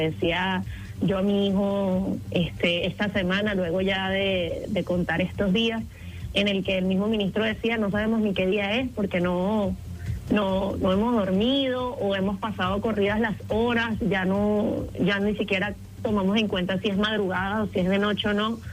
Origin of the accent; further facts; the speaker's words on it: Venezuela; del reencontrarnos como venezolanos y venezolanas